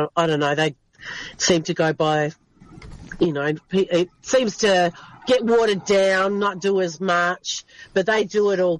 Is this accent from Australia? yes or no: yes; Port Pirie, South Australia, Australia; now in Adelaide, Australia; Yeah, I'm from Port Pirie. I moved to Adelaide about 30 years ago.